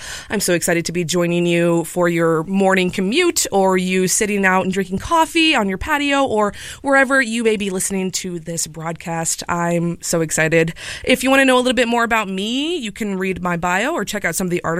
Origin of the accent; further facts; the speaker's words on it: Colorado, United States; now in Iowa City, United States; I'm from Colorado. I started this job about 4 or 5 months ago, and I've been loving it and living in this city. Iowa City has been so lovely.